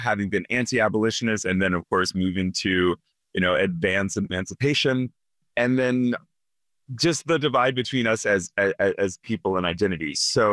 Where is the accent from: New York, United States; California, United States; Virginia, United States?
Virginia, United States; Orlean; I've only performed once in my hometown in a tiny village, Orlean, Virginia.